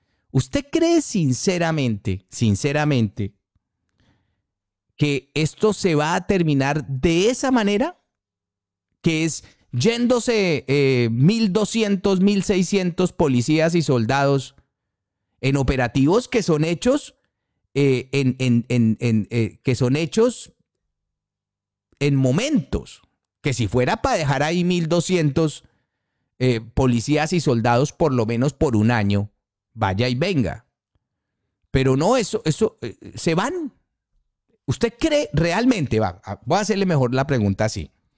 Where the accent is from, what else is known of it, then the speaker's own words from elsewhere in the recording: Colombia; somos buenos colombianos